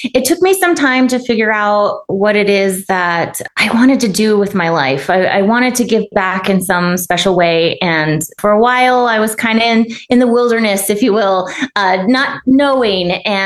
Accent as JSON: {"language": "English", "region": "New Mexico", "country": "United States", "tie": "born or raised there", "said": "I grew up in New Mexico"}